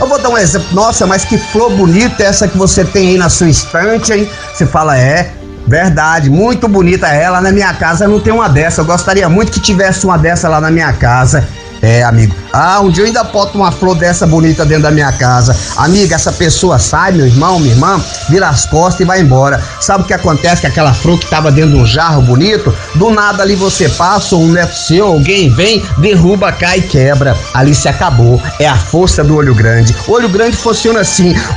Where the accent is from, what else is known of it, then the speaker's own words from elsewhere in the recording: Northeast Region, Brazil; dá uma doença que na minha terra, na minha região, no Nordeste, a amigo, não me leve a mal. É verdade que no Nordeste nós chamamos de quebrante.